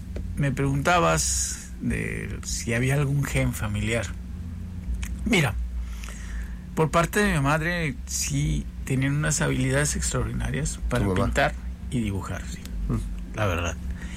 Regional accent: Colima, Mexico; Yo soy del Parque

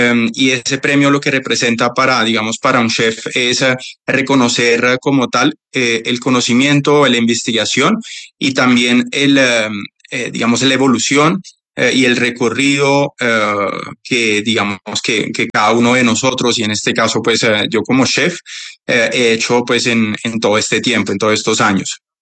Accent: Campobasso, Molise, Italy; Spanish is a second language; also born or lived in Milan; now in Colombia; Yo soy de Campobasso, es al sur de Italia, entre Nápoles, entre a una hora y media de Nápoles y 2 horas de Roma.

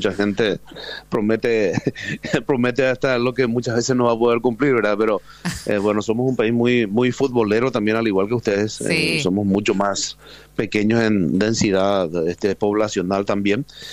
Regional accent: Paraguay

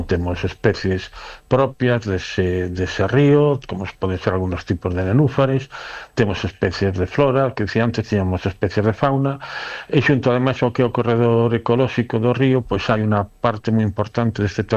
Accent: Galicia, Spain; A ver, eu como galego solo ir todo ano

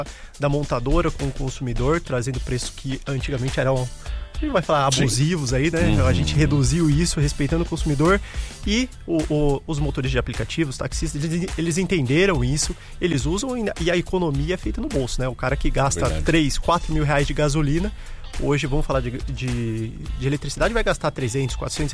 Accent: São Paulo, Brazil; eu sou do interior de São Paulo também

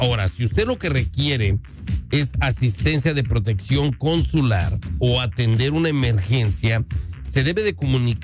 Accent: Mexico; now in Omaha, United States; esto es un llamado principalmente a todos los que somos mexicanos

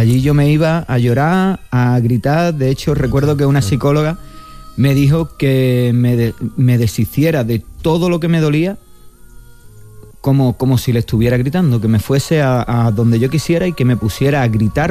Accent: Palos de la Frontera, Andalusia, Spain; me iba, fíjate tú, qué curioso, de mi pueblo a Matalascaña.

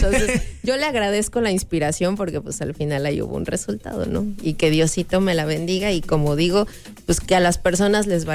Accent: Veracruz, Mexico; moved away; Quiero mandarle un abrazo también a todo Veracruz, a todos, de verdad que es un cariño enorme cada que toco mi tierra.

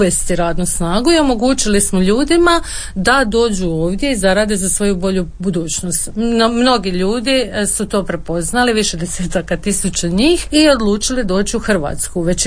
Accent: Dubrovnik, Dubrovnik-Neretva County, Croatia; now in Zagreb, Croatia; Recimo, ja sam migrirala iz Dubrovnika u Zagreb

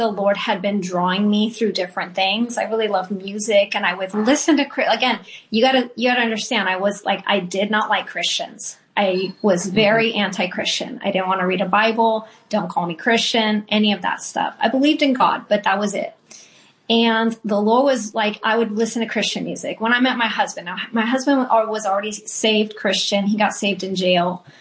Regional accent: California, United States; now in Arizona, United States; So currently we live in Arizona, but I'm originally from California. I wasn't raised Christian. If you know anything about California, especially during the 90s, it's New Age predominantly. So even though I had some Catholic upbringing, we got into New Age

